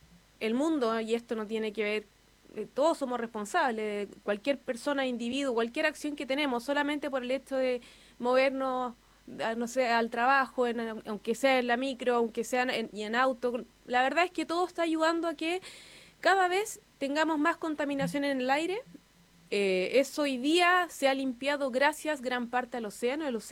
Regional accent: Frutillar, Los Lagos, Chile; sobre todo la comuna de Frutillar, de donde yo vengo.

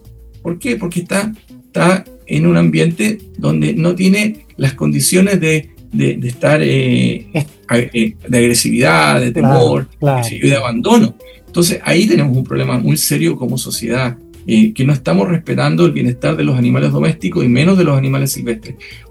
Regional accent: Chile; also born or lived in England / United States; somos los chilenos que no tenemos la costumbre de cuidar a nuestros animales y hacernos responsables de lo que ellos hagan. Yo viví fuera de Chile, en Inglaterra y en Estados Unidos

